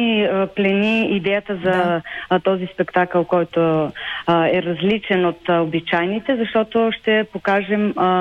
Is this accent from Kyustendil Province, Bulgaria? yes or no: yes; Dupnitsa, Kyustendil Province, Bulgaria; moved away as an adult; Родом съм от Дупница, танцувала съм в читалище Сура, град Дупница